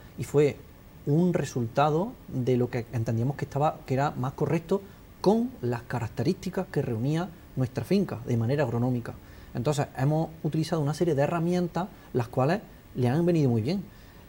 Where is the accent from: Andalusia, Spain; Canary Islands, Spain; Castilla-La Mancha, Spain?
Andalusia, Spain; Jaén; somos de Jaén, estamos acostumbrados al olivar, tenemos mucha familia, muchos amigos